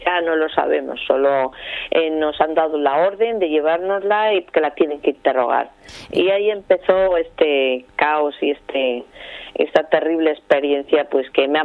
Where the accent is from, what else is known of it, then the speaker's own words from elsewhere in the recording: Spain; porque soy española, y yo defiendo el dinero que dan de mi país porque sé que es de mi pueblo.